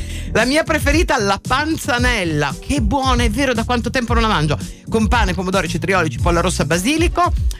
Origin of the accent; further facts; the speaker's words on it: Spain; Italian is a second language; moved away; essendo spagnola, abitando in Spagna